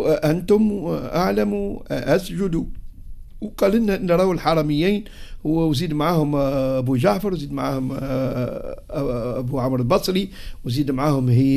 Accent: Tunisia; ورب يحفظ بلادنا تونس، الله محفوظة إن شاء الله

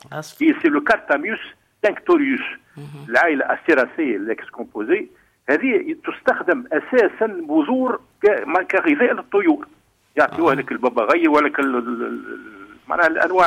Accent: Tunisia; هي في تونس عندنا مساحة ولكن محدودة عندنا تقريبا 30 هكتار في تونس الكل

